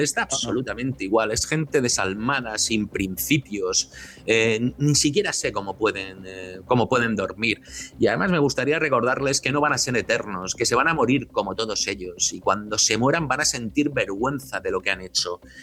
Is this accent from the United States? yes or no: no; Spain; somos muchísimos, muchísimos españoles